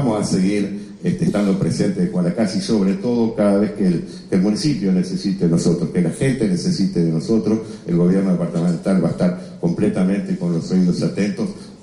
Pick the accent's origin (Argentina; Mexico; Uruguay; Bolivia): Uruguay; Carmelo, Colonia; como también está muy cerquita de mi pueblo de Carmelo, y me consta la capacidad que tiene.